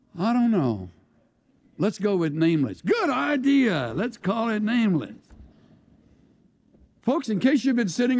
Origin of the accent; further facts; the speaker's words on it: El Campo, Texas, United States; Me, I'm from the great metropolis of El Camp